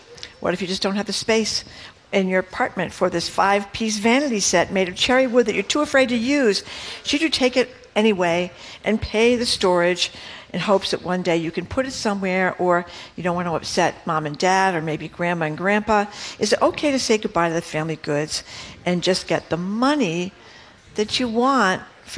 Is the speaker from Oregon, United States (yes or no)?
no; Fall River, Massachusetts, United States; when I was growing up in Fall River